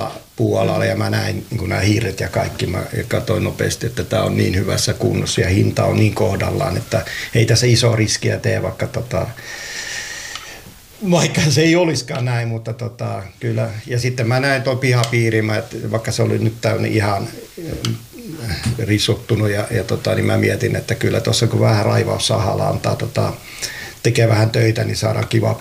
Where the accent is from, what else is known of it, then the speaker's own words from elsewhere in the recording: Varkaus, North Savo, Finland; now in Lahti, Finland; kun mä oon itse Savosta kotosi. Ja, että nyt vähän päästään lähemmäksi, kun asutaan Lahdessa, niin päästään vähän lähemmäksi Savotaa sitten, että Varkaudesta kotosi.